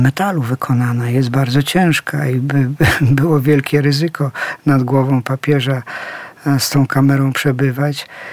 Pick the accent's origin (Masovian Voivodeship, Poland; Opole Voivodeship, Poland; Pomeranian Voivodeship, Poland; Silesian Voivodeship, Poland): Silesian Voivodeship, Poland; No ja pochodzę ze Śląska. Gdzieś Śląsk mnie wychował, kształtował, dał tożsamość, poczucie tożsamości.